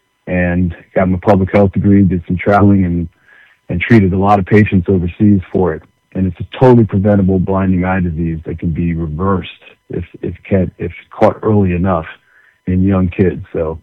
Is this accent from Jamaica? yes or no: yes; Jamaica; also born or lived in United States / Brooklyn, United States; I grew up in Jamaica, born in the U.S., grew up in Jamaica, came back to the States, and went to a school in Brooklyn for 8 years before I went to Penn undergrad.